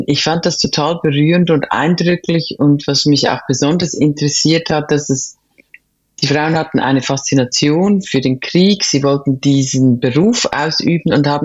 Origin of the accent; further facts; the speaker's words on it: Switzerland; moved away as an adult; now in Cologne, Germany; Bin ich Schweizerin, aber man würde es nicht denken, ich lebe seit 25 Jahren oder mehr als 25 Jahren in Köln, weil ich dort an der KHM studiert habe